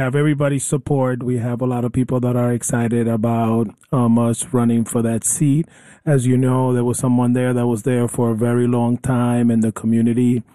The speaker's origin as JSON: {"language": "English", "region": "New York", "country": "United States", "said": "As a New Yorker, I've dealt with all the parties. You know, New York is very heavy Democrat"}